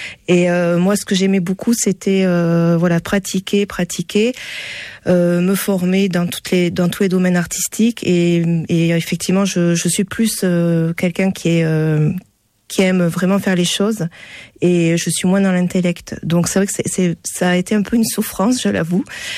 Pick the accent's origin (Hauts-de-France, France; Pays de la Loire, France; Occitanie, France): Occitanie, France; Toulouse; born there; also born or lived in Bordeaux; Alors, je suis née à Toulouse. Je suis partie faire une partie de mes études à Bordeaux, parce que la fac d'art plastique n'existait pas encore à Toulouse.